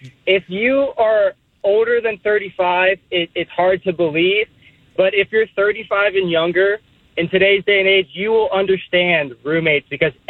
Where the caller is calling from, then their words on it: Edgewater, Maryland, United States; I'm from Edgewater, Maryland.